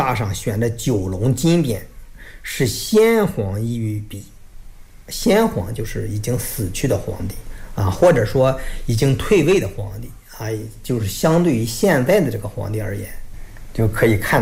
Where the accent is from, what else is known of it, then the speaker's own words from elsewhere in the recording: China; 我们中国人